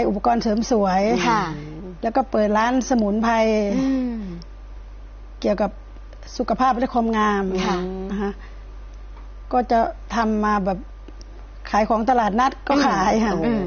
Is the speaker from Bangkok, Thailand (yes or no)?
no; Nong Han, Udon Thani, Thailand; บ้านเกิดอยู่จังหวัดอุดรธานี